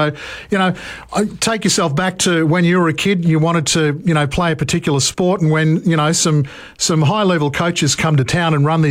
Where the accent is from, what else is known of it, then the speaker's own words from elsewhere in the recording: Townsville, Queensland, Australia; I'm from Townsville, okay, so I know about Townsville